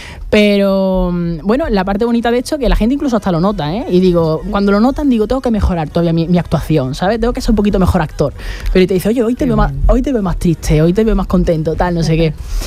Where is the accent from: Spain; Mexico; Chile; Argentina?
Spain; Andalusia; Claro, o sea, yo soy una persona muy de mi tierra, y compartir y tener la posibilidad de que gente de fuera de España, que obviamente Andalucía, yo no he dado a conocer a nadie, Andalucía ya se conocía